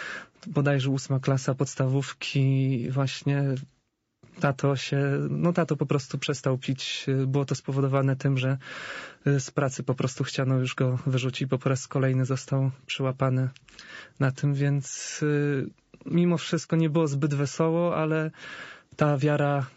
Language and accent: Polish; Warmian-Masurian Voivodeship, Poland; Pochodzę z Mazur, wychowywałem się w rodzinie wielodzietnej.